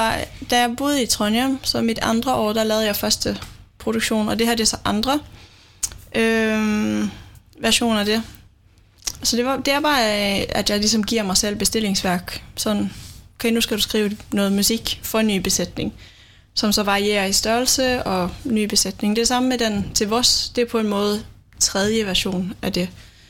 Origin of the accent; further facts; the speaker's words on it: Region of Southern Denmark, Denmark; Jeg kommer fra Fyn, sådan den midterste en, ud fra landet. Så jeg vokste op på landet.